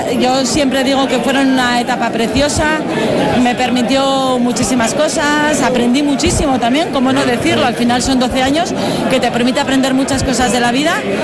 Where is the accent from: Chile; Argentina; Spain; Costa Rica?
Spain; Pamplona, Navarre; yo soy de Pamplona, como bien dice, Pamplona de toda la vida